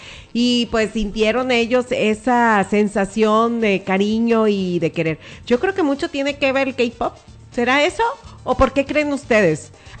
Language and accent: Spanish; Mexico; como todos mexicanos, nosotros no somos egoístas